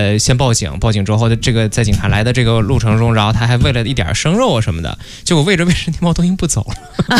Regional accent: Northeast China, China; 我是东北人，

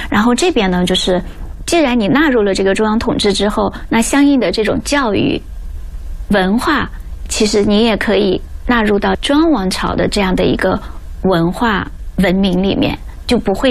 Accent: Xiangxi, Hunan, China; 因为我是湘西人，我很了解这样的一些地方。

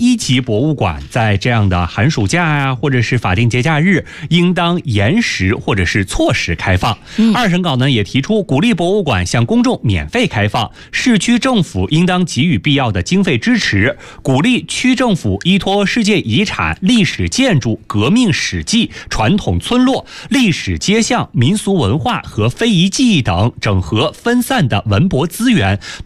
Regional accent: Xi'an, Shaanxi, China; now in Beijing, China; 我的老家，要不然你去西安吧

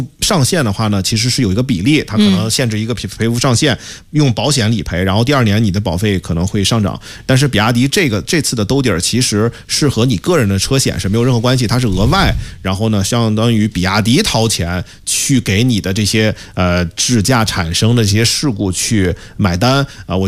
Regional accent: China

